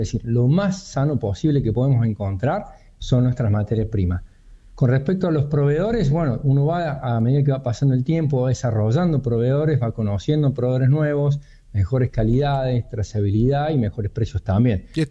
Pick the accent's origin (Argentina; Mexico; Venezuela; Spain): Argentina; Córdoba; moved away as an adult; now in Villa Carlos Paz, Argentina; Soy de Córdoba, pero vivo en Villa de Paz hace 6 años ya.